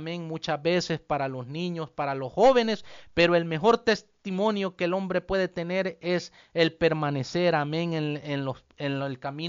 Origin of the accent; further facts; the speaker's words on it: El Salvador; moved away as an adult; nosotros crecimos, amén, en un país, amén, nosotros vivíamos en El Salvador, amén, nosotros somos salvadoreños, amén, pero vivíamos en un país, amén, como ya muchos conocen, con mucha delincuencia, amén, un país muy peligroso